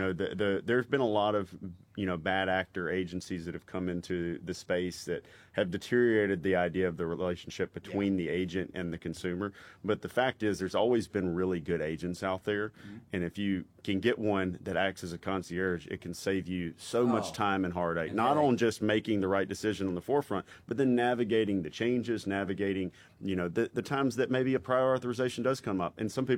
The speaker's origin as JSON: {"language": "English", "region": "Mississippi", "country": "United States", "said": "I'm from Mississippi, and when we'd have these call centers, you'd hear the calls."}